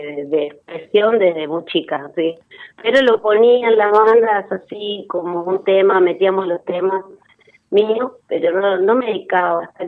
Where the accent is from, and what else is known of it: Buenos Aires, Argentina